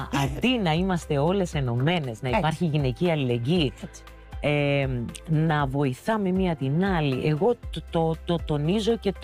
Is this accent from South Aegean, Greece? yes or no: no; Crete, Greece; born there; και εγώ το ίδιο είμαι, επειδή γεννήθηκα στην Κρήτη.